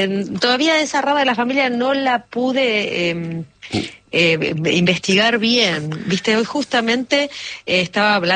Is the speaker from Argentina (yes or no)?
yes; Buenos Aires, Argentina; Yo soy de Barracas.